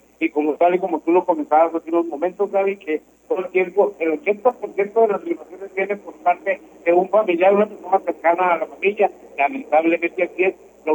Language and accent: Spanish; Indé, Durango, Mexico; born there; nací en Indé, Durango.